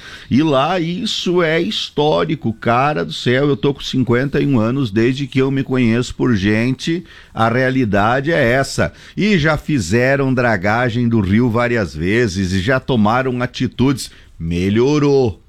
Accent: Caçador, Videira, Santa Catarina, Brazil; now in Chapecó, Brazil; que eu venho lá de Caçador, Videira, Rio das Antas, né, que o rio, ele é relativamente grande, ele corta a cidade.

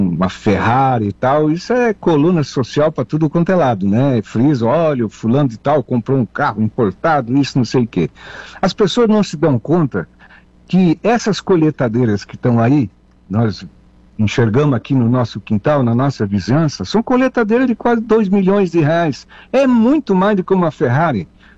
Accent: Forquilhinha, Santa Catarina, Brazil; Eu me lembro na minha infância, lá na Forquilinha, o pessoal tirava o leite e levava lá para a Palhoça para refrigerar o leite

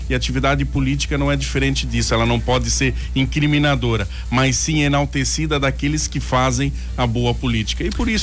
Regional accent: Timbó, Santa Catarina, Brazil; Fui vereador em Timbó, né? Na minha cidade natal, sou natural de Timbó, fui vereador lá aos 22 anos de idade

